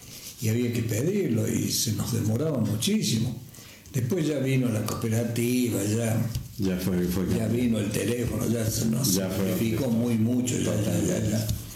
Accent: Río Cuarto, Córdoba, Argentina; born there; moved away as an adult; now in El Pacorral, Argentina; 82, tengo 55 en el Bacorral, quiere decir que 27 años de Río Cuarto, de Higuera y Río Cuarto

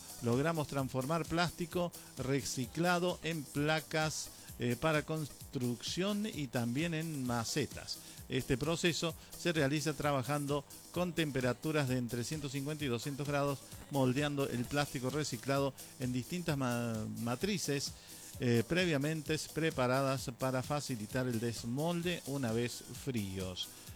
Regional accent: Argentina; celebrando una fecha que nos une como argentinos

